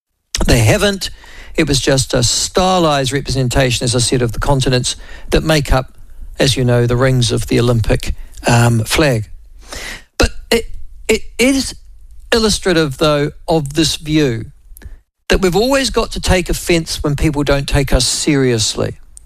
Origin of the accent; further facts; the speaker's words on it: New Zealand; There are moments that I feel sometimes quite ashamed to be a New Zealander.